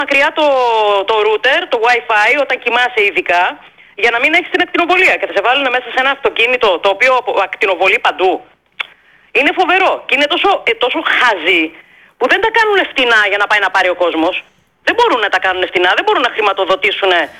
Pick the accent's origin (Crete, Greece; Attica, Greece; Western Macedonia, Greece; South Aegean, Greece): Crete, Greece; Heraklion